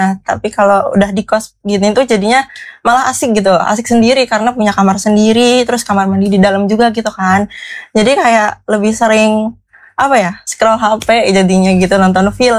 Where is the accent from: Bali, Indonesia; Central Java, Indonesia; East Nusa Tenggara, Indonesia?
Central Java, Indonesia; Klaten; Kalau buat aku sendiri, karena aku bukan orang sini ya. Aku tuh orang Klaten dan kuliah di sini.